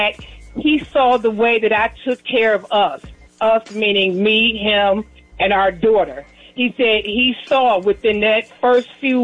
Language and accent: English; New Jersey, United States; now in Atlanta, United States; we came from the north and moved down here to Atlanta, but I grew up in Jersey